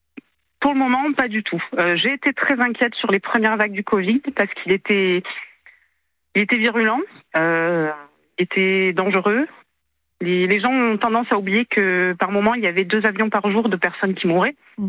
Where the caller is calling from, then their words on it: Marseille, Provence-Alpes-Côte d'Azur, France; accent: accent du Sud; Moi, je suis de Marseille.